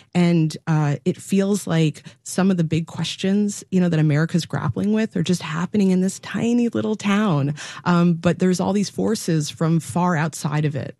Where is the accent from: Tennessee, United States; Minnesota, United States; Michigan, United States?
Tennessee, United States; Nashville; Yeah, I'm from Nashville, so this is, you know, an hour and a half away.